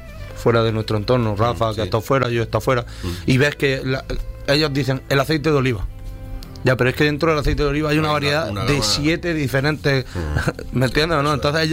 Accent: Andalusia, Spain; en Madrid Fusión las mermeladas del Oruso, que están en Sabores de Almería y está justo al lado de mi pueblo

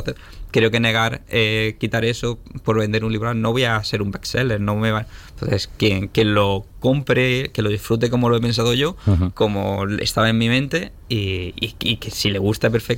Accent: Almería, Andalusia, Spain; also born or lived in Melilla; O sea, yo al final soy de Almería, lo poco, lo mucho que tengo, es me he criado aquí

